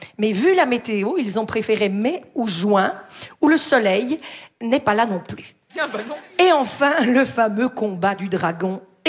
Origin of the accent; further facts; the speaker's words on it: Mons, Wallonia, Belgium; Mais évidemment, je suis montoise, je suis née à Mons